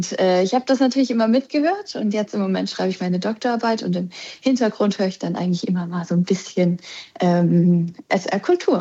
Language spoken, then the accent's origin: German; Saarland, Germany; now in Munich, Germany; Ja, ich bin eigentlich ja Saarländerin, dann aber nach München gegangen.